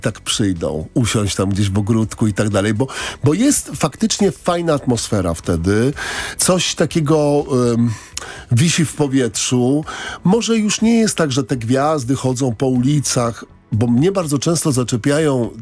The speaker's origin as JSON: {"language": "Polish", "town": "Prudnik", "region": "Opole Voivodeship", "country": "Poland", "said": "Ja pochodzę z Prudnika, to jest takie 50 km od Opola."}